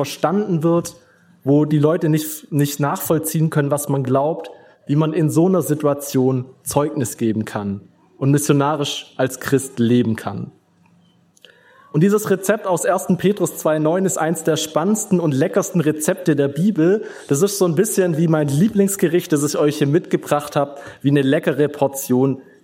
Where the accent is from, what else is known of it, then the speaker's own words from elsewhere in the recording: Tuttlingen, Baden-Württemberg, Germany; In Tübingen auf WG-Partys oder da in Tuttlingen, wo ich herkomme, wenn ich da erzählt habe, ich studiere Theologie